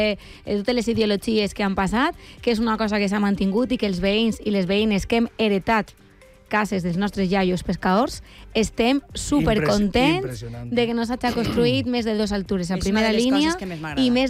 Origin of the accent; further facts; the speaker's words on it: Puçol, Valencian Community, Spain; però jo sóc de Puçol, clar, no puc dir una altra cosa.